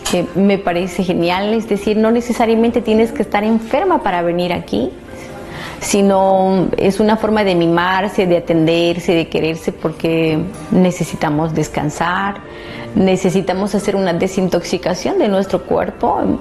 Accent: La Paz, Bolivia; vengo de La Paz.

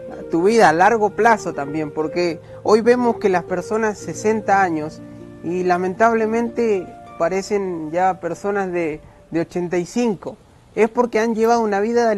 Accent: Argentina; soy argentino y en mi país se come mucha carne.

